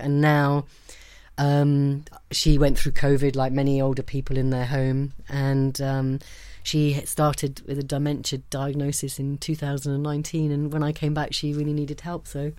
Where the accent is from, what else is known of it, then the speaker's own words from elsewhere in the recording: Hove, South East England, United Kingdom; also born or lived in South America; Yeah. Then stayed here till I was 13 and my dad got a job in Southeast Asia.